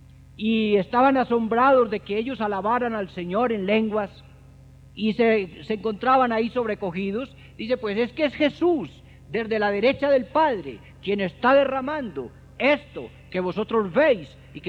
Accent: Colombia

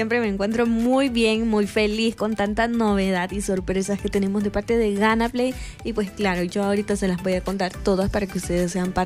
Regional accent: El Salvador; podemos apoyar a la afición como buenos salvadoreños

